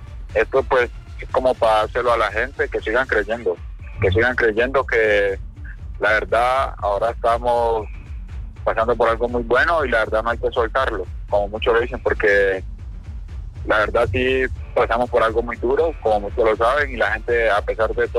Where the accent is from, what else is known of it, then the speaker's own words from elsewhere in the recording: Tumaco, Nariño, Colombia; moved away; soy de Tumaco, Nariño, de una área de Nariño, pues. Soy de un pueblo que se llama Candelilla Río Mira, ahí crezco. Ahí me desarrollo, a los 5 años empiezo a jugar al fútbol.